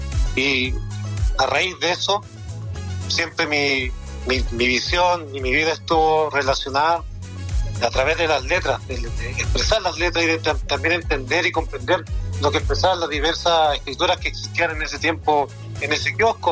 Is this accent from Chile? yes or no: yes; Calama, Antofagasta, Chile; soy calameño, nací en Calama